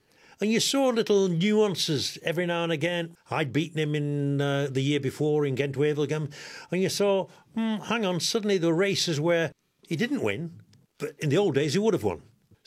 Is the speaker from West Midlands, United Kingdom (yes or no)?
no; Yorkshire and the Humber, United Kingdom; Born and bred in Yorkshire